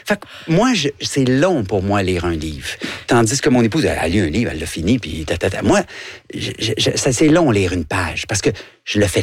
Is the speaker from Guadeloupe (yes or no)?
yes; Guadeloupe; born or raised there